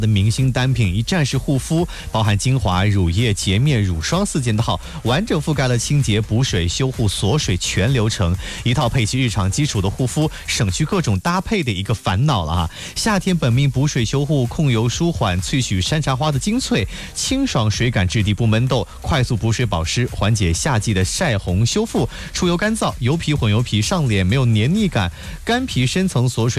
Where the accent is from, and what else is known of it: China